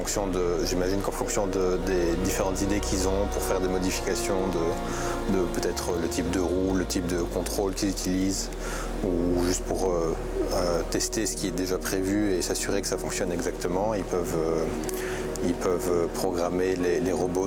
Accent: Brussels, Brussels-Capital Region, Belgium; moved away as an adult; now in Noordwijk, Netherlands; j'ai 29 ans. Je viens de Bruxelles, du coin de Etterbeek et XL

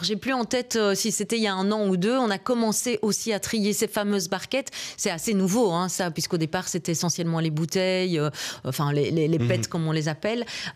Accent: Belgium

